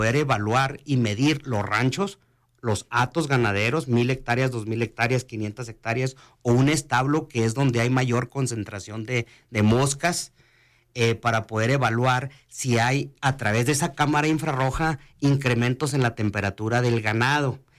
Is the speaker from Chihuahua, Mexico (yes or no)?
yes; Chihuahua, Mexico; No somos chihuahuenses de segunda ni de tercera, somos chihuahuenses de primera.